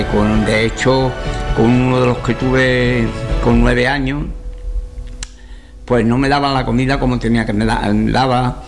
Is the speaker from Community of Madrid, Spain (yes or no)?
no; Almadén de la Plata, Andalusia, Spain; born there; also born or lived in Badajoz, Extremadura; a los 7 años pues me recogen, vengo con mis padres otra vez. Mi abuelo ya eran personas más de eso. Vengo con mis padres otra vez y los venimos a Almadén de la Plata.